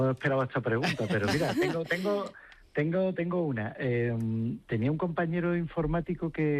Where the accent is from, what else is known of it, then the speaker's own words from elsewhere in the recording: Seville, Andalusia, Spain; now in Las Rozas, Spain; Yo sí, yo soy de Sevilla, pero vivo aquí en Madrid, en Las Rozas.